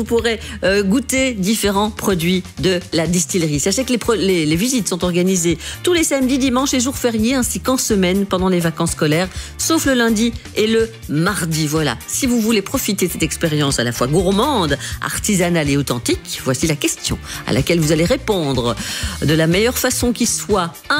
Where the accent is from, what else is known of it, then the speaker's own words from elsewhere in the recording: Seraing, Wallonia, Belgium; je suis originaire de Serein